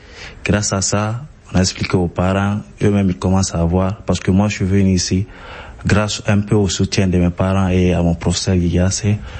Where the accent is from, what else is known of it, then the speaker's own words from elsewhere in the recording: Guinea; Je viens de la Guinée-Conakry aussi. Généralement, chez nous, en Guinée, le métier de DJ est très marginalisé.